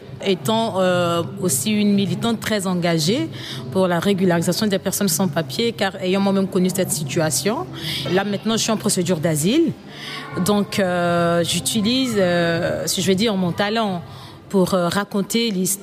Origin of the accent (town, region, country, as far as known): Côte d’Ivoire; now in Belgium